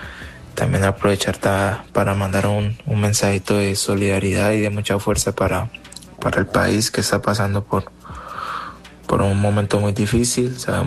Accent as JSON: {"language": "Spanish", "country": "Colombia", "moved": "as an adult", "lives_now": "Russia", "said": "nosotros como colombianos"}